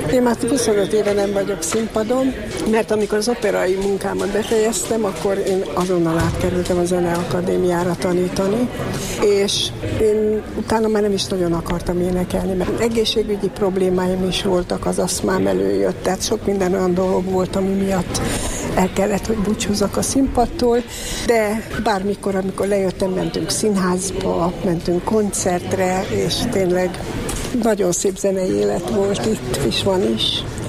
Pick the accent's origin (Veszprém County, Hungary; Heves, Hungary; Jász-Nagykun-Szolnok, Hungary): Heves, Hungary; Eger; also born or lived in Budapest; now in Göd, Hungary; Nekem Eger a szülővárosom, az is marad mai napig is. Én 24 éve vagyok, élek Gödön, mert Pestet nem tudtam megszokni.